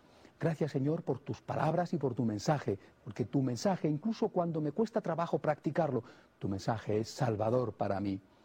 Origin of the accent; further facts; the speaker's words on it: Spain; al menos en mi país, en España